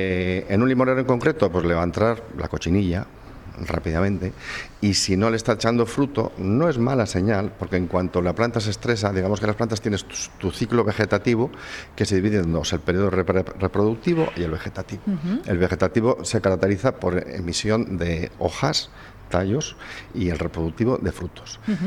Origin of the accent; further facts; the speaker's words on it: Deba, Basque Country, Spain; yo soy de Deva